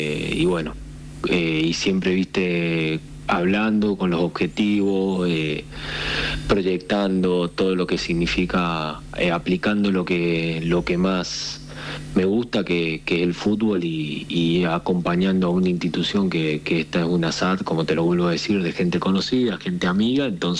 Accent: San Juan, Argentina; moved away as an adult; now in Uruguay; yo nací de los 4 años en San Juan. Jugué en San Martín, crecí en San Martín, me formé en San Martín

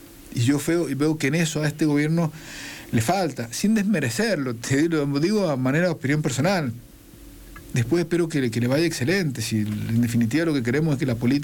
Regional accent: San Juan, Argentina; yo soy profe de Derecho en la Universidad Nacional de San Juan

